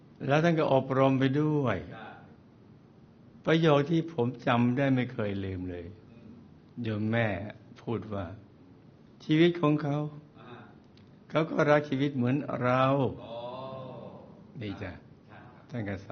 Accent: Thailand; born there; also born or lived in Southern Thailand; ผมเกิดที่จังหวัดละปูน

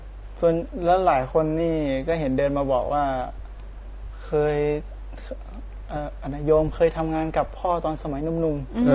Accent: Chachoengsao, Thailand; now in Pathum Thani, Thailand; ปกติบ้านเกิดอยู่ฉะเชิงเทราครับแต่ว่าทีนี้พอผมเข้ามาอยู่วัดได้ประมาณปีหนึ่งสองปีก็ย้ายมาอยู่ปทุมครับย้ายมาอยู่ใกล้วัดเลยคร

